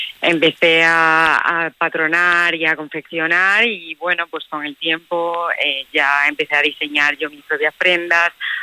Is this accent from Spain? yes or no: yes; Extremadura, Spain; lo que quise esta vez es hacerlo en Extremadura, donde es mi tierra, aunque no soy de Arroyo de la Luz